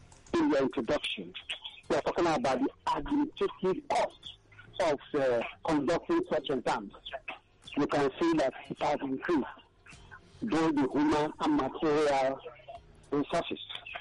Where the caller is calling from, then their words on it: Nigeria; I'm calling from Abaranja